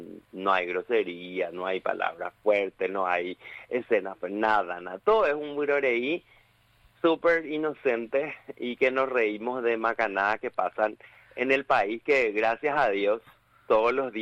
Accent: Paraguay; como paraguayos que somos, productos 100% nacional, porque todos los actores que estamos en escena somos 100% paraguayos de barrio

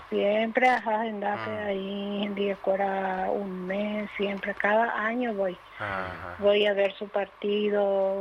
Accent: Paraguay; Soy de Huereco. Tengo 4 años.

